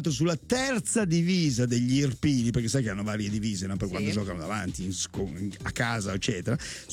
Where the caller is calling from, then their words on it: Milan, Lombardy, Italy; per noi di Milano